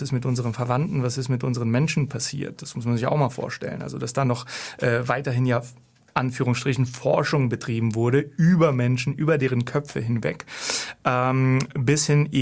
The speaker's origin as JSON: {"language": "German", "country": "Bulgaria", "tie": "born or raised there", "moved": "yes", "said": "Also ich bin in Bulgarien geboren, in Bulgarien aufgewachsen, ich habe die bulgarische Staatsbürgerschaft. Und man muss mich nicht in die bulgarische Struktur integrieren. Also ich fühle mich bulgarisch"}